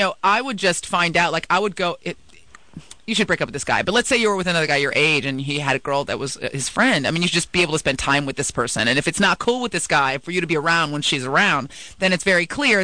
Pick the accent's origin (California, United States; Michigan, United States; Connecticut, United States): California, United States; San Francisco; I grew up in San Francisco.